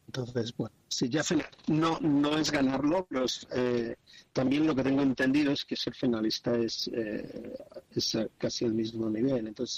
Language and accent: Spanish; Valladolid, Castile and León, Spain; yo creo que soy el típico de Valladolid. Aunque lleve mucho tiempo sin. También sí me fui.